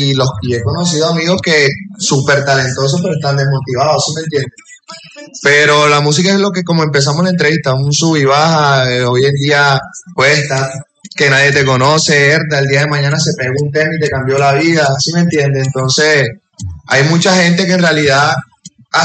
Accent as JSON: {"language": "Spanish", "town": "Aracataca", "region": "Magdalena", "country": "Colombia", "said": "Yo soy de Aracataca, Magdalena, de la tierra de Gao"}